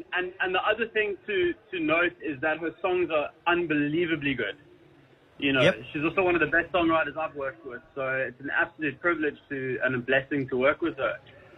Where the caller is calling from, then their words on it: Hout Bay, Western Cape, South Africa; I hail from the land of Hout Bay.